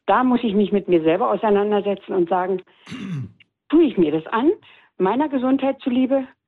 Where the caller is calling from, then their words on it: Germany; Aber ich selbst bin aus der DDR